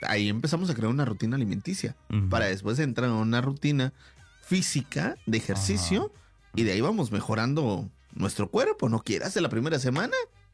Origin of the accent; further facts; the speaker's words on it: Mexico; como buen latino, como buen mexicano